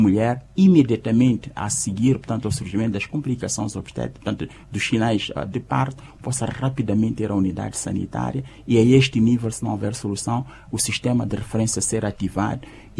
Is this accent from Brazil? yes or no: no; Mozambique; nós somos moçambicanos